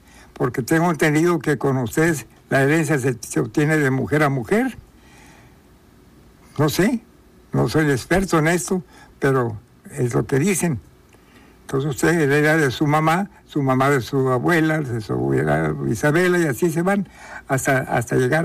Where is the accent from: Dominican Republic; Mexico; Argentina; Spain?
Mexico